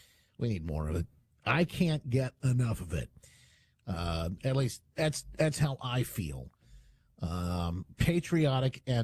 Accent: Michigan, United States; in my home state of Michigan, where I'm coming to you from today

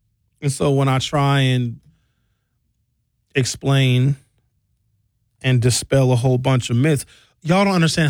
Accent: Brown Deer, Wisconsin, United States; I grew up in Brown Deer.

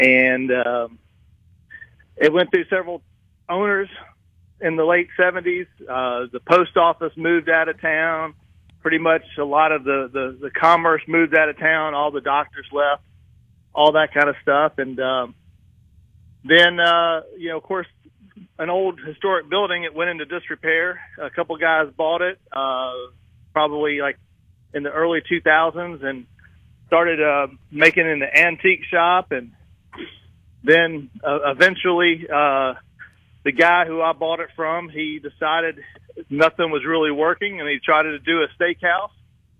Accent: United States; we're from DeSoto County, and we stumbled upon it.

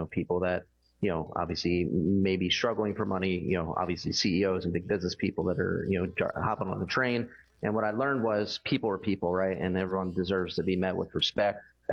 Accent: Philadelphia, Pennsylvania, United States; I grew up in South Philadelphia, right in the city.

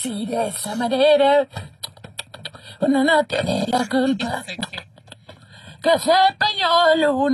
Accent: Spain; Bueno, ¿yo por qué? Porque soy español, ¿verdad?

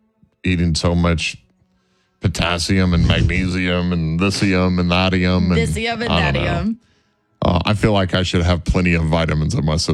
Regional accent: Illinois, United States; Yeah, my home state.

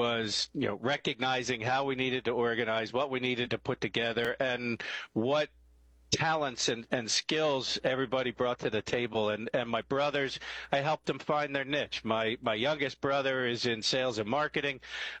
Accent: Pennsylvania, United States; Outside of Philadelphia in rural Pennsylvania, I have three brothers. I am the oldest and the trailblazer.

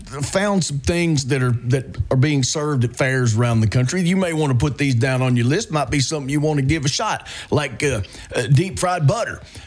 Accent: So-So, Mississippi, United States; I grew up in So-So, Mississippi. There was not a lot going on. And the fair came once a year.

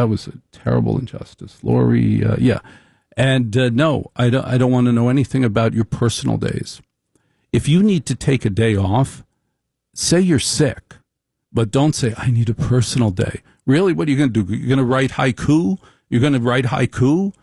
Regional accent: Maplewood, New Jersey, United States; I grew up in Maplewood, and the minute I left for college, my parents moved to Short Hills.

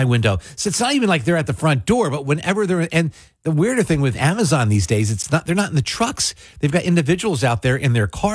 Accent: Mays Landing, New Jersey, United States; Growing up in Maze Landing

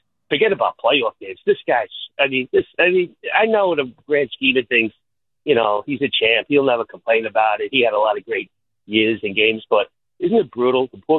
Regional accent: New York City, New York, United States; When I grew up living in Astoria, we didn't have cable here in Astoria until like early 90s

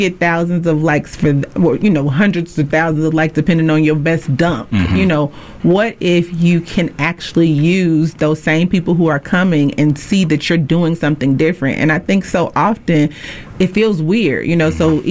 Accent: Chicago, Illinois, United States; I'm from Chicago.

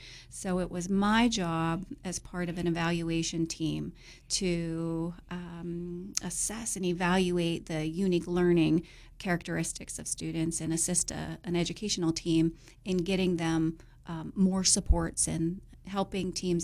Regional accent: Pittsburgh, Pennsylvania, United States; moved away as an adult; now in Elk County, United States; I was born and raised in Pittsburgh, Pittsburgh, PA here, and grew up in a not so well-off area and a not so well-off family structure.

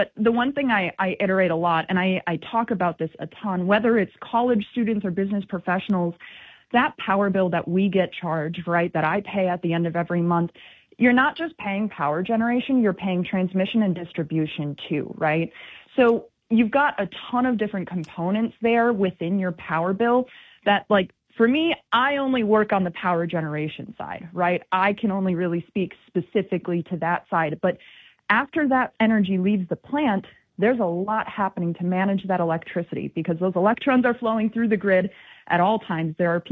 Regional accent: Wisconsin, United States; now in Delaware, United States; Unfortunately, I grew up in Wisconsin. I live out in Delaware now

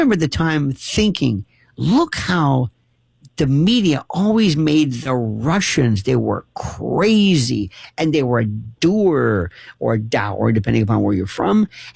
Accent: Tampa, Florida, United States; And I lived in, growing up in Tampa, or Tampa, as you would say, which is the home of MacDill Air Force Base.

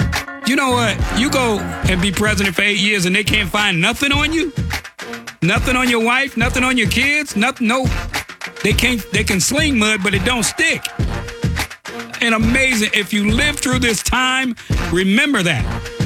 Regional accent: Chicago, Illinois, United States; It was Thursday in Chicago, my hometown.

